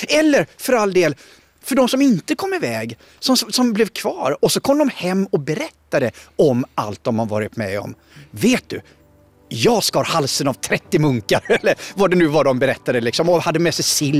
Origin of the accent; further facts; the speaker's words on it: Gothenburg, Västra Götaland County, Sweden; jag är ju född 69, uppväxt i Göteborg